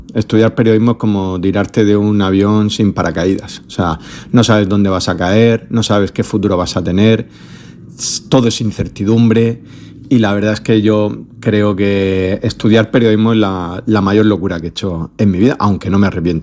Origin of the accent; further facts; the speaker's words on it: Region of Murcia, Spain; yo soy puro, puro murciano, yo soy